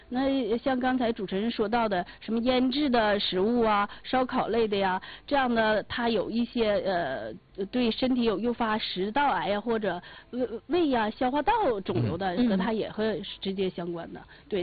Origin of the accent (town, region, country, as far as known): Northeast China, China